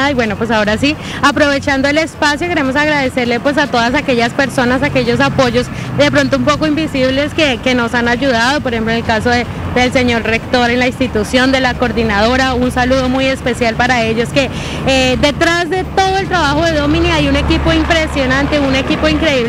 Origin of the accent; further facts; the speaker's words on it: Colombia; este deporte que nos ha dado tanta alegría como colombianos